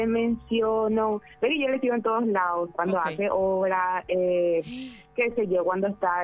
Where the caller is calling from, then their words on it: Luque, Central, Paraguay; yo soy de la República de Lica.